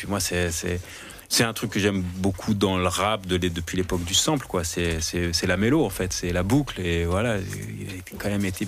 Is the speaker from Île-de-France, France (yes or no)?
yes; Paris, Île-de-France, France; also born or lived in Honfleur; Non, je suis parisien. Enfin, je suis né à Paris, mais mon daron avait cette maison à Honfleur où il allait passer sa retraite.